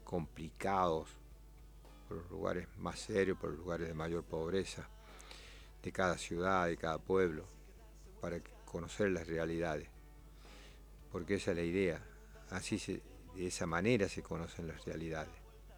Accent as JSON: {"language": "Spanish", "country": "Argentina", "said": "allá en el pueblo, en mi pueblo, en Ballester"}